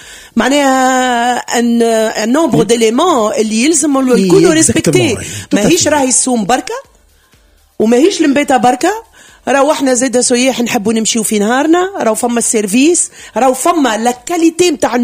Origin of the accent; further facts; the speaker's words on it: Tunisia; وانا تونسي